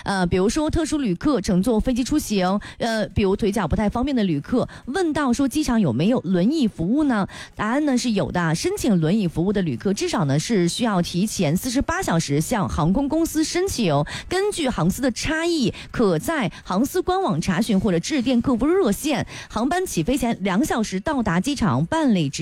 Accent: Shanxi, China

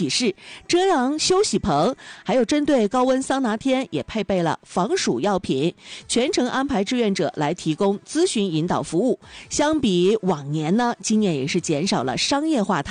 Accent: Dalian, Liaoning, China; 用咱大连的本土方言形容叫撇了撇了的

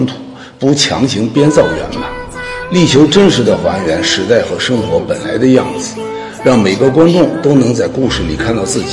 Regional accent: Xi'an, Shaanxi, China; 我土生土长在西安

